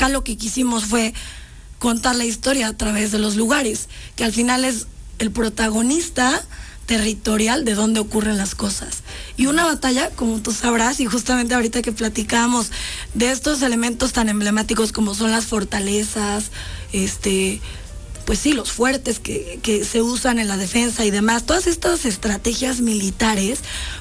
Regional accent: Puebla, Mexico; El 5 de mayo tiene un valor muy especial para nosotros como poblanos, pero también como mexicanos.

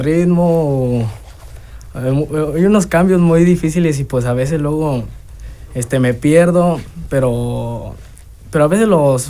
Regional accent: Acatlán, Mexico; De aquí de Acatlán.

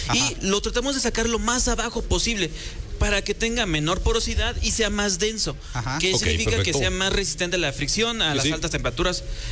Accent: San Nicolás de los Ranchos, Puebla, Mexico; nosotros somos la cultura de las piedras, que somos originarios de San Nicolás de los Ranchos.

